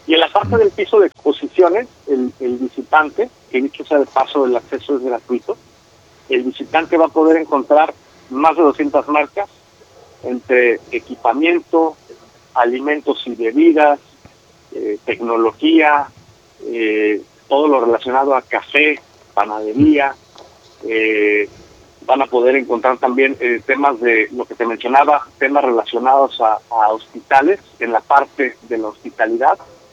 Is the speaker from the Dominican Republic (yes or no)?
no; Guadalajara, Jalisco, Mexico